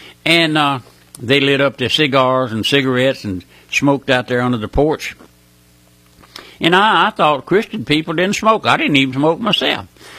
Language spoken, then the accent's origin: English; Louisiana, United States; Well, I'm just an old country boy. I was born and raised here in South Louisiana.